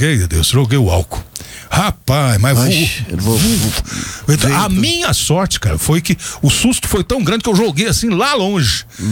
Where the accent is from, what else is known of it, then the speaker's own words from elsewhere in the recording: Ceres, Goiás, Brazil; now in Anápolis, Brazil; Até eu sou considerado de fora, sou de Séries, né?